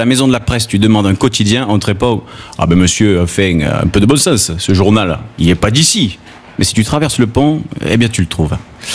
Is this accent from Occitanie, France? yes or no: yes; Occitanie, France; puisque moi, je suis du Gard. Voilà. Alors, quand je suis en France ou ailleurs, eh ben, quand on me demande d'où je viens, je réponds systématiquement, ben, je viens d'Avignon.